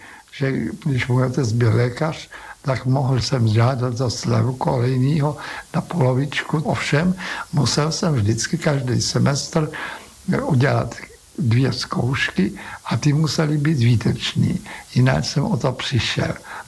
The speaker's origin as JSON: {"language": "Czech", "region": "Prague", "country": "Czechia", "tie": "born there", "said": "kde jsme bydleli tam, kde dneska končí tunel letenský a tam končila taky Praha."}